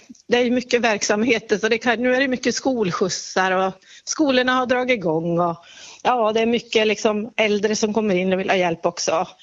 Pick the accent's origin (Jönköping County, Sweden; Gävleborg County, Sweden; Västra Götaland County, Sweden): Gävleborg County, Sweden; Edsbyn; accent: Hälsingland dialect; Jag är född här